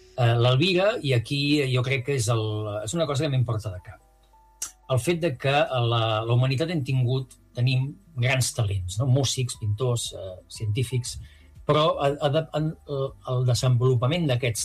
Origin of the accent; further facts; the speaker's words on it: Creixell, Catalonia, Spain; also born or lived in Torredembarra / Barcelona; now in Empordà, Spain; Jo soc barceloní i visc a l'Empordà, imagina't, no? Jo vaig passar la infantesa entre Creixell i Torredembarra, aquella zona, però, clar, Jo era un barceloní trasplantat